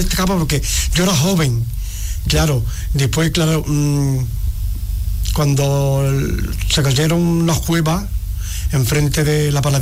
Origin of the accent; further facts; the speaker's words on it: Arcos de la Frontera, Andalusia, Spain; yo soy de aquí de Arco.